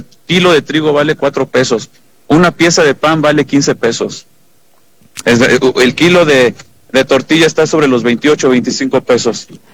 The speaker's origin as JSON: {"language": "Spanish", "country": "Mexico", "said": "Todos somos mexicanos, todos somos afectados por la violencia."}